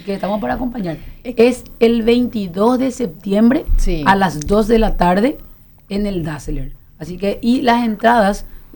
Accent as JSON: {"language": "Spanish", "country": "Paraguay", "said": "a nosotros como paraguayos"}